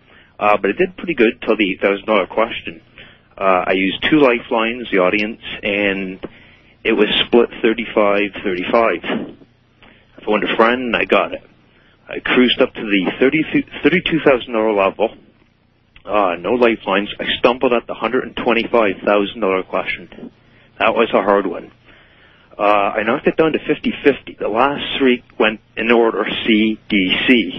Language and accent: English; Canada; And I'm Canadian.